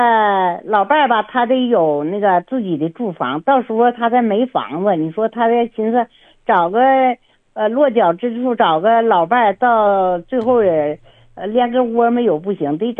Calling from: Harbin, Heilongjiang, China; 我就是哈尔滨的。

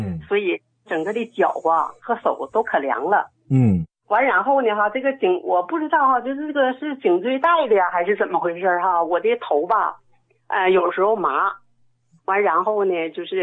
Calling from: Shenyang, Liaoning, China; 我是沈阳的患者。我是51年生人。

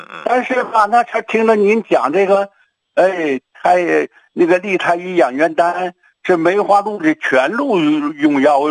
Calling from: Shenyang, Liaoning, China; 陈老师啊，我是沈阳的浑南的。

